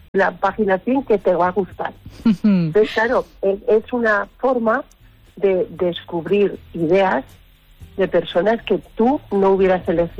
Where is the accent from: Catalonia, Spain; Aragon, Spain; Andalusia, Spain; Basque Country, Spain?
Aragon, Spain; Conchel; porque yo soy de Conchel, y yo lo que quería era que en mi pueblo, que es muy pequeñito, de 100 habitantes